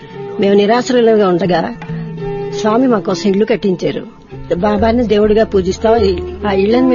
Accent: Mallik Pada, Odisha, India; నేను ఒరిస్సాలో మల్లిక్ పడా నుంచి వచ్చాను.

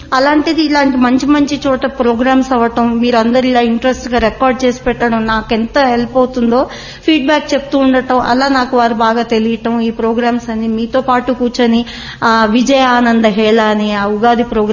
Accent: Hyderabad, Telangana, India; నేను ఇక్కడే పుట్టి పెరిగాను, ఆల్మోస్ట్ వారానికోసారి కోటీకి వెళ్లేదాన్ని.

